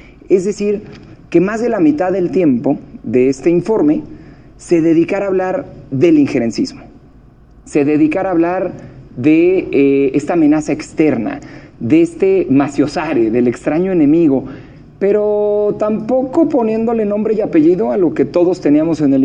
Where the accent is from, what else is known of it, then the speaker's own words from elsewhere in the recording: Querétaro, Mexico; lo digo como provinciano de mi Querétaro lindo